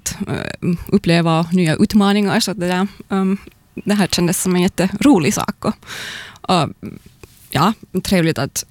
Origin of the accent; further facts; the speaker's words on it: Kauniainen, Uusimaa, Finland; jag växte upp i Grankulla, och det där, sen började jag, efter gymnasiestudier, så började jag studera vid Åbo Akademi.